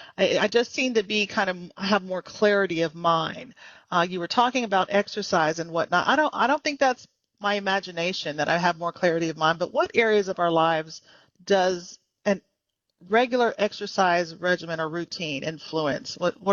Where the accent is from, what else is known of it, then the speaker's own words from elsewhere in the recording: San Antonio, Texas, United States; my hometown of San Antonio, Texas.